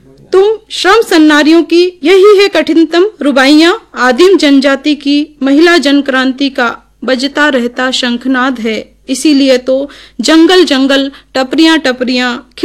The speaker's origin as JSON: {"language": "Hindi", "area": "Jhabua district", "region": "Madhya Pradesh", "country": "India", "said": "चूंकि मैं झाबुआ जिले से हूँ"}